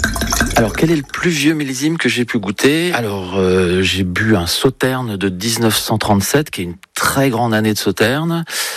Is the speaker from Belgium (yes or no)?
no; Alençon, Normandy, France; born there; Je suis né à Alençon, dans l'Orne, mais je me considère manceau de cœur.